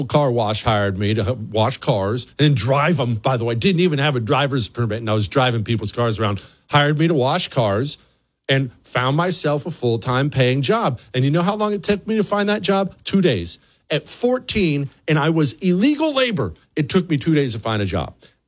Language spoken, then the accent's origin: English; Bozeman, Montana, United States; I grew up in Bozeman, which was small back then. It's way bigger now and kind of got ruined, but small back then